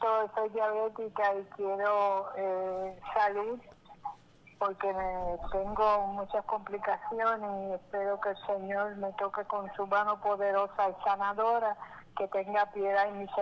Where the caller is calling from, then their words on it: San Germán, Puerto Rico; De San Germán.